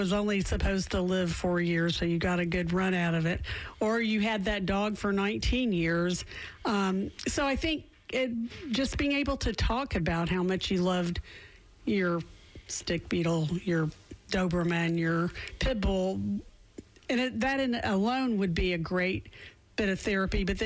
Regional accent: the South, United States; Well, I'm from the South, so amen is how you use the right terminology for that.

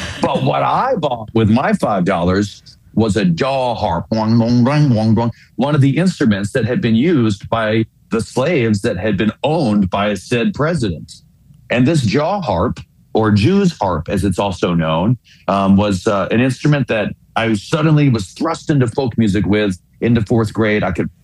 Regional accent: Virginia, United States; Well, you know, all the presidents were from my region, and I went to, you know, many of their homes, 3 presidential homes.

